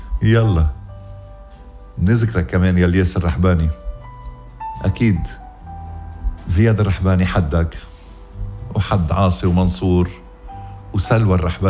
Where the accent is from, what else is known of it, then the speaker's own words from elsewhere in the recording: Lebanon; accent: Lebanese; وهيدي لهجتنا اللبنانية المناطقية الحلوة